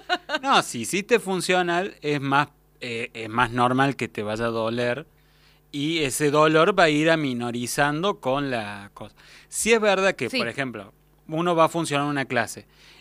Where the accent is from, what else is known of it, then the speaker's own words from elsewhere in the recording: Argentina; Somos argentinos, futboleros